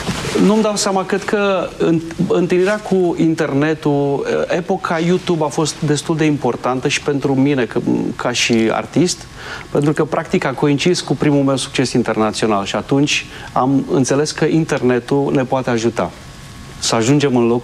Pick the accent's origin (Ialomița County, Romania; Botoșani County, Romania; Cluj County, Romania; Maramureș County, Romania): Maramureș County, Romania; Baia Mare; born or raised there; moved away as an adult; also born or lived in Sălaj; now in Bucharest, Romania